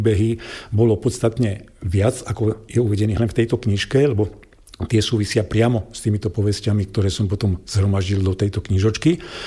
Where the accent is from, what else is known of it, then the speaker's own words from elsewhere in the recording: Brezno, Banská Bystrica Region, Slovakia; also born or lived in Zvolen; now in Sliač, Slovakia; som spomínal, že som Hugáň, čiže narodil som sa v Brezne a v podstate celý ten svoj život som sa veľmi nepohol medzi Breznom a Zvolenom, pretože v Brezne som sa narodil, vo Zvolene som študoval